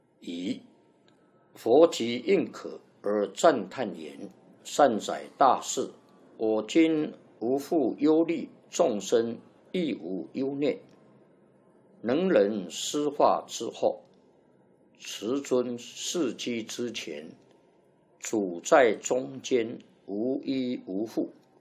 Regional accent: China

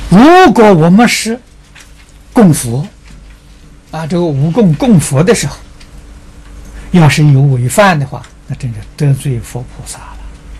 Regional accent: China; 这一点，我们中国人不如外国人。

